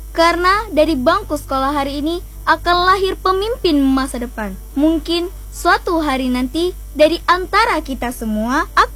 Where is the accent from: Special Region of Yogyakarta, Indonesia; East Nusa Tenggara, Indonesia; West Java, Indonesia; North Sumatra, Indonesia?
North Sumatra, Indonesia; Nias; Sebagai anak Nias, kita memiliki budaya yang sangat berharga.